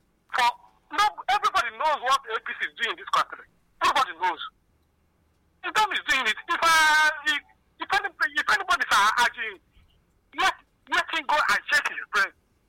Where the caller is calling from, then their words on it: Ebonyi, Nigeria; I'm from Ebonyi State, I live in Ebonyi State